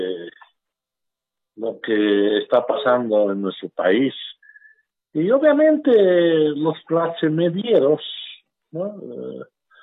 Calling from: El Alto, La Paz, Bolivia; de la ciudad del Alto

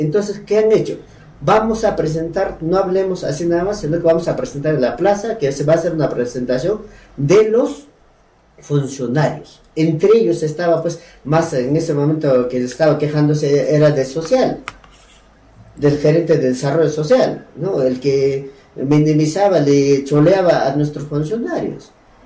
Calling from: Challhuahuacho, Apurímac, Peru; nuestro distrito de chalhuacho

